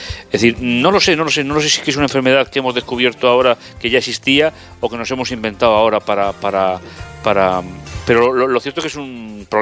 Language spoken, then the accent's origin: Spanish; Region of Murcia, Spain; Yo he crecido en la huerta, claro.